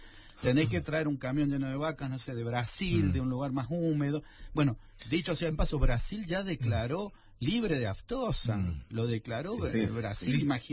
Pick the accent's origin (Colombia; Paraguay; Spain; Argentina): Argentina; como somos los argentinos, sobreactuamos las cosas.